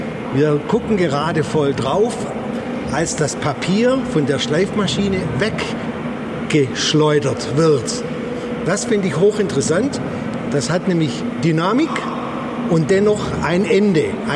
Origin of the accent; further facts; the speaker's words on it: Göppingen, Baden-Württemberg, Germany; ich bin gebürtiger Göppinger, bin hier aufgewachsen und wohnhaft seit 68 Jahren.